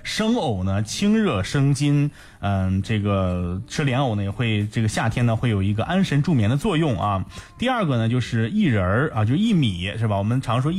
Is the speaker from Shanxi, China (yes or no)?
yes; Shanxi, China; 不过咱们山西人都小气是不是啊